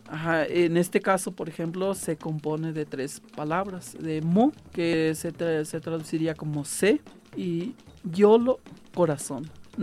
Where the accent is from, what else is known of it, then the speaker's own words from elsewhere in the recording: San Miguel del Progreso, Mexico; ahí en mi pueblo, en San Miguel del Progreso, tenemos una escuela bilingüe. Entonces, los maestros llegaban y enseñaban en náhuatl y en español.